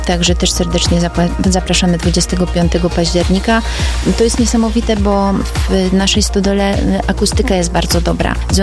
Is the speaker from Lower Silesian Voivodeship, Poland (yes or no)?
yes; Wrocław, Lower Silesian Voivodeship, Poland; ja jestem z Wrocławia